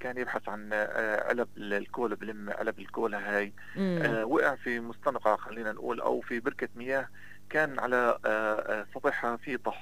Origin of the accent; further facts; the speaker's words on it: Hebron, West Bank, Palestine; عندنا في الخليل